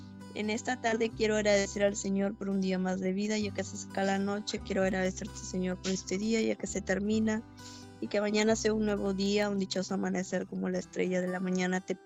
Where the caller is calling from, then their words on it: Piura, Peru; Hablo desde Piura, Perú.